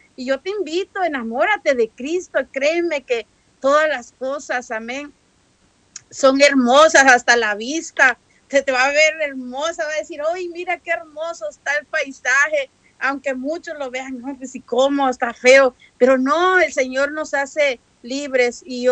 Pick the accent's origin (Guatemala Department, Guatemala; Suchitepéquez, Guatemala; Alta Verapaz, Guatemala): Suchitepéquez, Guatemala; Mazatenango; moved away; yo soy también guatemalteca, soy de allá de Mazatenango